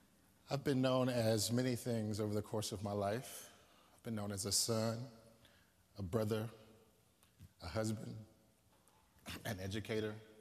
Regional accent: Mississippi, United States; I mean, I thought it was bizarre, but I grew up black in Mississippi, and so you get used to the bizarre.

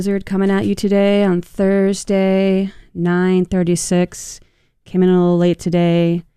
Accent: Florida, United States; now in Chicago, United States; I'm from Florida. I'm trying to get away from that hot weather.

